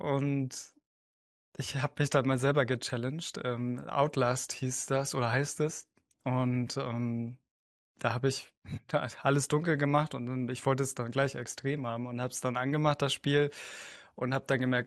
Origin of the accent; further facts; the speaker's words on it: Schwerin, Mecklenburg-Vorpommern, Germany; Ich komme aus Schwerin, in Mecklenburg-Vorpommern.